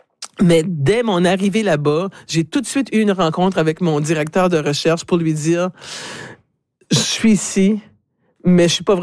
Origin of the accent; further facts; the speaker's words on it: Moncton, New Brunswick, Canada; c'est fait que je suis revenue chez moi à Moncton. Je vivais à Dieppe à ce moment-là, donc je suis revenue à Dieppe en juillet 2001 en fait.